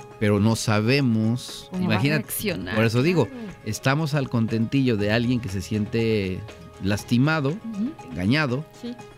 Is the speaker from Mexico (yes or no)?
yes; Mexico; como somos los mexicanos, nos gusta ir al estadio, apoyar, gritar, hacer el ambiente